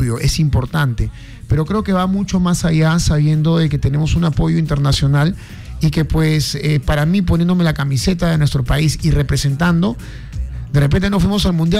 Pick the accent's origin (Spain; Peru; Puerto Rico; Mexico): Peru; Y la verdad que uno como peruano, sabes, para mí es tan importante siempre tener la camiseta puesta.